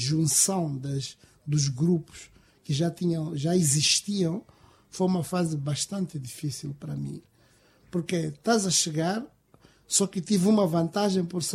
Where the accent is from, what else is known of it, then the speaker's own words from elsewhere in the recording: Malema, Nampula, Mozambique; Sim, pelo círculo eleitoral de Malema, eu vinha de Malema.